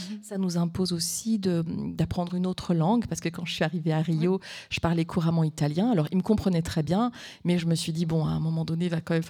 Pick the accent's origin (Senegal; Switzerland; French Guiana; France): Senegal; Dakar; puisque je suis née à Dakar et que j'ai vraiment eu la chance, ça a été une grande chance de grandir en Afrique.